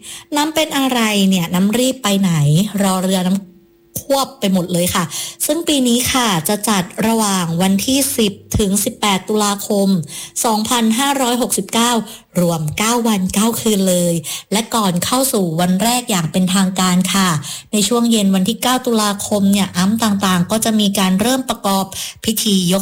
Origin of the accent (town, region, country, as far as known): Phuket, Thailand